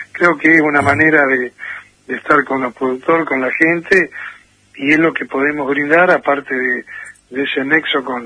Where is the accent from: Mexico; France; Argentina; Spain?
Argentina